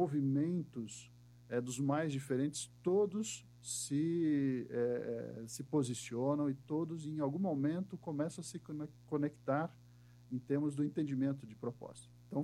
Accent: Santa Catarina, Brazil; now in Paraná, Brazil; Em Santa Catarina, onde eu me criei quando criança, era Globo Rio.

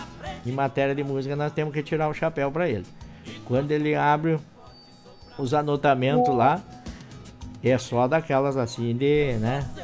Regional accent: Rio Grande do Sul, Brazil; o frio faz parte pra nós, né, que somos gaúchos aí

